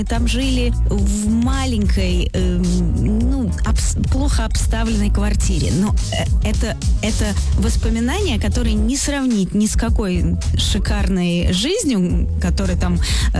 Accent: Odesa, Odesa Oblast, Ukraine; я родилась не просто в Одессе, я родилась на Молдаванке.

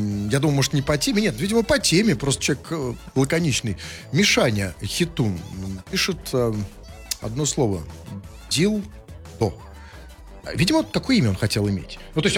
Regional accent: Moscow, Russia; Я сам из Москвы.

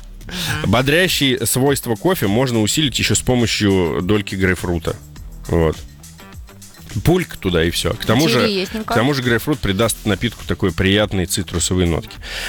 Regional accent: Armenia; Я армянин.

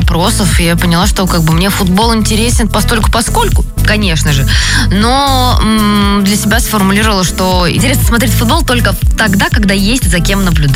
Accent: Moscow, Russia; москвич, да, москвич москвичу рознь. Вот. Я же не из Хамовников.

